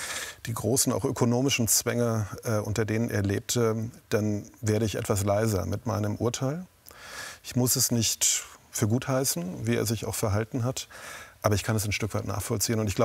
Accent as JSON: {"language": "German", "region": "East Germany", "country": "Germany", "tie": "born or raised there", "said": "Ich bin selber in der DDR groß geworden. Ich war 15, als die Mauer fiel."}